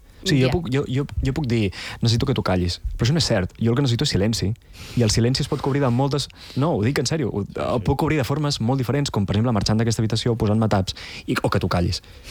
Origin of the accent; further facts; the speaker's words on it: Olot, Catalonia, Spain; si jo necessito anar a Barcelona i sóc d'Olot